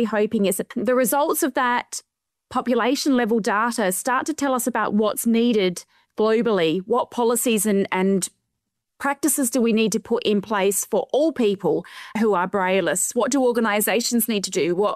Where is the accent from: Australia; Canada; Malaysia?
Australia; Adelaide, South Australia; I'm super excited for it to be in my hometown of Adelaide.